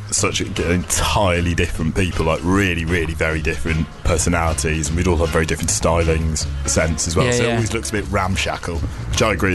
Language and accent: English; South East England, United Kingdom; Al's from Leeds, Henry's from Cornwall, I'm sort of from Kent and things like that.